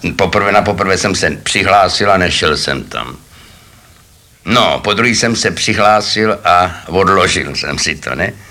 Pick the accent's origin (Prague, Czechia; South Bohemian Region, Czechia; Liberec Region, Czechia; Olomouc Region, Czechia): Prague, Czechia; born there; jsem se narodil na Smíchově, no.